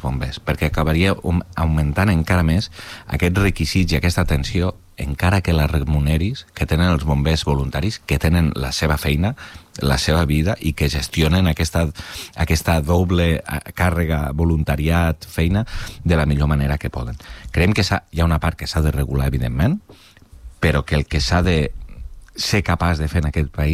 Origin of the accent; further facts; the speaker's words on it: Catalonia, Spain; now in Molins de Rei, Spain; al costat del meu poble de tota la vida, a Biosca, a Torà